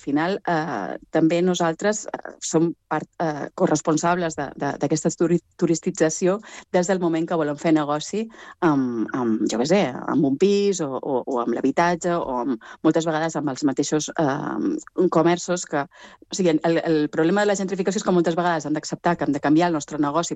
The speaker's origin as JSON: {"language": "Catalan", "area": "Mallorca", "region": "Balearic Islands", "country": "Spain", "tie": "born or raised there", "said": "jo venc de Mallorca"}